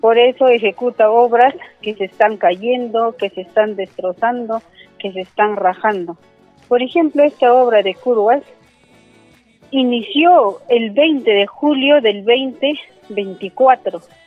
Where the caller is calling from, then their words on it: La Libertad, Peru; Yo soy una pobladora de Curguas